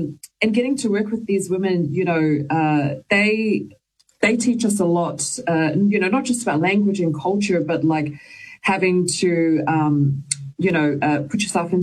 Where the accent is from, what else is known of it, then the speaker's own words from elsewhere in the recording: New Zealand; now in Australia; I think growing up in New Zealand, myself and Johnson Raela, we were so used to wearing Pacific attire on TV.